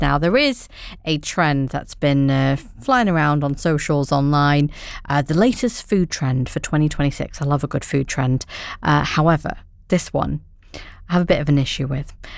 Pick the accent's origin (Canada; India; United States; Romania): India; in my culture anyway, I'm Indian.